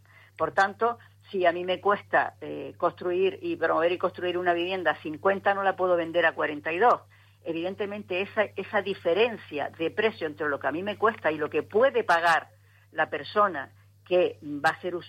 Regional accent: Spain; los españoles somos los europeos más ricos en patrimonio de toda Europa

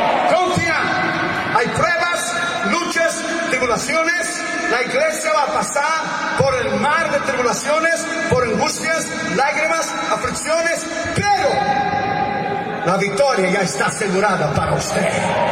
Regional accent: Brazil; Spanish is a second language; now in United States; Usted es chileno, yo soy brasileño, nacionalizado norteamericano, pero mi corazón es verde amarelo.

